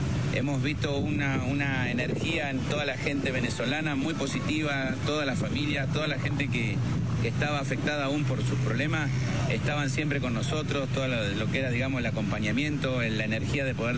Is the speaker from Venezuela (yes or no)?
no; Argentina; somos un grupo de Argentina, se llama AR 13, somos todos bomberos voluntarios de Argentina